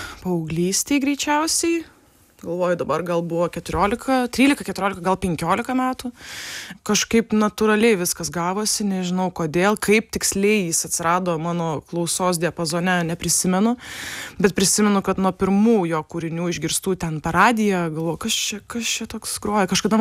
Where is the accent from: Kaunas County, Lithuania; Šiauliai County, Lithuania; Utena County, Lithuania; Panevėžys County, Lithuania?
Kaunas County, Lithuania; Ringaudai; Aš užaugau Kauno rajone, Ringaudų kaime, vis dar kaimas kaitas, ačiū Dievui.